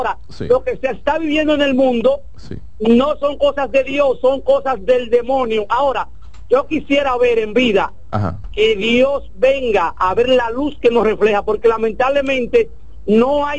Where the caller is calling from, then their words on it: Licey al Medio, Santiago, Dominican Republic; yo soy de Licey al Medio, Santiago.